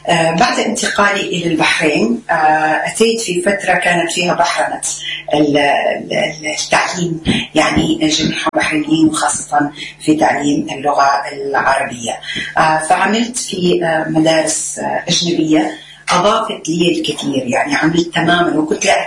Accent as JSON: {"language": "Arabic", "town": "Zarzis", "region": "Medenine", "country": "Tunisia", "tie": "born or raised there", "also_born_or_lived": "La Marsa, Tunisia", "moved": "as an adult", "lives_now": "Bahrain", "said": "تونس، من جرجيس، مواليد حومة القرعة. أيضا تعلمت، ولدت وتعلمت ونشأت في تونس وفي جرجيس بالتحديد، ثم نجحت في دورة المعلمات، انتقلت إلى التعليم بدار المعلمات بالمرسى"}